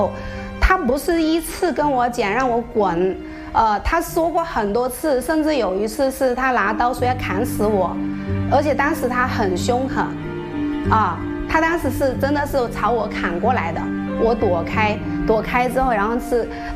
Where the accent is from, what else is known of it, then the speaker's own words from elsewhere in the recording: Hunan, China; 他是湖北的，我是湖南的